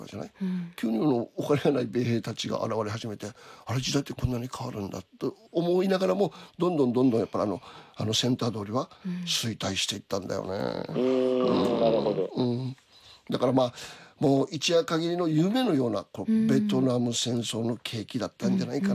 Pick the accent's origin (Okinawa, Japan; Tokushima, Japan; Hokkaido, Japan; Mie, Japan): Okinawa, Japan; Okinawa City; 僕らその中で育ったからね。僕は沖縄市が出した小座騒動の、写真集があるんですけど、その中に写ってるんですよ。